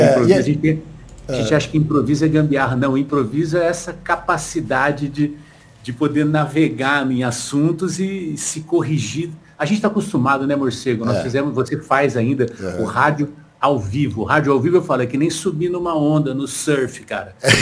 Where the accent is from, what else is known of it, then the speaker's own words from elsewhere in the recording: Bauru, São Paulo, Brazil; moved away as an adult; Nasci em Bauru.